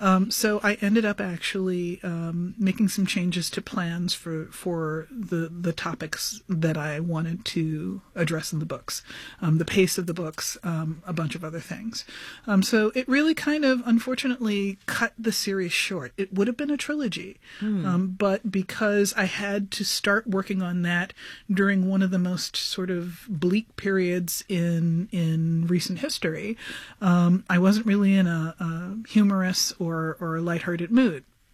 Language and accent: English; New York, United States; Brooklyn was based on my own growing up in New York in the 80s, and so the advent of hip hop.